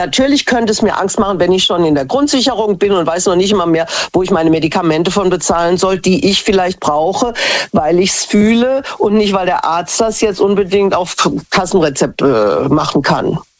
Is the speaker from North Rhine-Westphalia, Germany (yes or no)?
no; Hesse, Germany; eine Frau kannte ich schon früher von Hessen, wo ich herkomme.